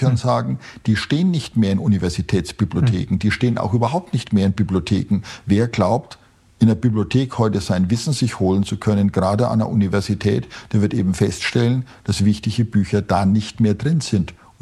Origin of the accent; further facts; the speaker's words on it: West Germany, Germany; Ich bin ja im Westen zwar aufgewachsen, aber wir hatten das ja auch in meiner Kindheit.